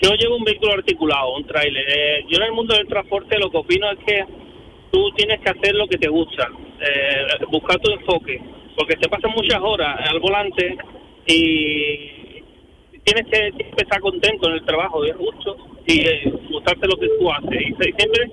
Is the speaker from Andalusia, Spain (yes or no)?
yes; Jerez de la Frontera, Andalusia, Spain; also born or lived in Canary Islands; 11 años en Canarias. De Jerez de la Frontera.